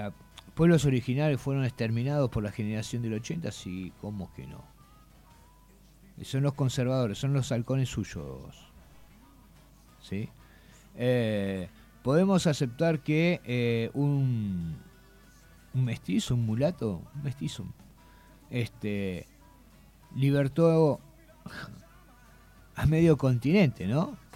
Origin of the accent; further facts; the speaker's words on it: Argentina; ¿Qué somos los argentinos? Somos una mierda, pero somos nuestra mierda.